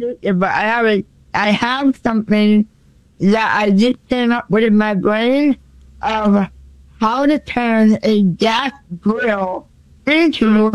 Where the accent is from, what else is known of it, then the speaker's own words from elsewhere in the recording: New England, United States; So I'm from New England.